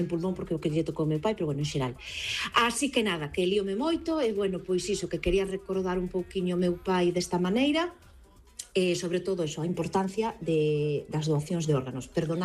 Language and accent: Galician; Ferrol, Galicia, Spain; Hola, boas tardes … de Ferrol.